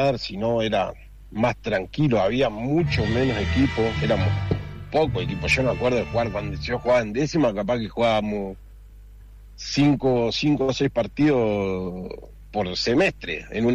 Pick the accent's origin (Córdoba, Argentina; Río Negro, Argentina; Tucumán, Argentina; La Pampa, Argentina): Río Negro, Argentina; Cipolletti; born there